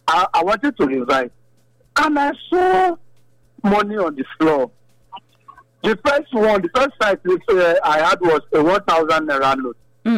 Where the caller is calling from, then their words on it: Papua New Guinea; Calling from New Guinea at the moment.